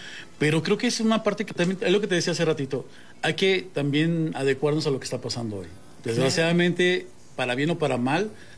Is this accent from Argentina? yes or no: no; Mexico; nosotros como mexicanos